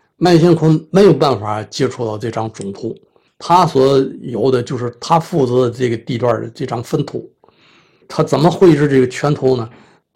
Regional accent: Tianjin, China; 认识以后，他知道我是天津人呢

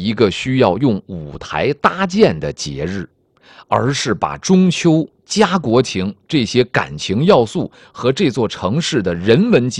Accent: Tianjin, China

